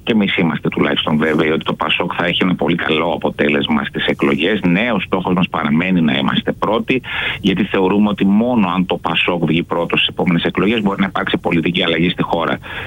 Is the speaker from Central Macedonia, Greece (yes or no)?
yes; Thessaloniki, Central Macedonia, Greece; moved away; Εμένα η επιθυμία μου είναι να κατέλθω στην Αλφα Θεσσαλονίκη, στην περιφέρειά μου, στις επόμενες εκλογές, δηλαδή στην πατρίδα μου εννοώ.